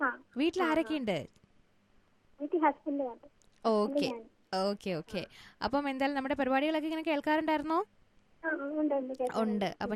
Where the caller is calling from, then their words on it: Kundara, Kerala, India; കുണ്ടറയിന്നാണ് വിളിക്കുന്നത്.